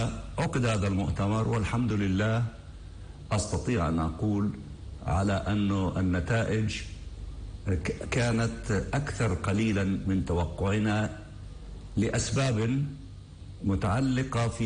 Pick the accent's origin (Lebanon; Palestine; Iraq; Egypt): Palestine; ولكن أكدنا بطبيعة الحال أنه نحن لسنا أنانيين كفلسطينيين